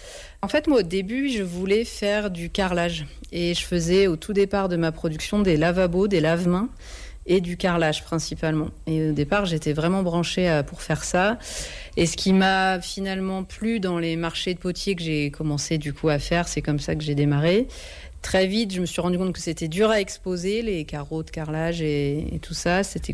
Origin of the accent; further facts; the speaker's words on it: Reims, Grand Est, France; moved away; also born or lived in Arras; je suis originaire de Reims.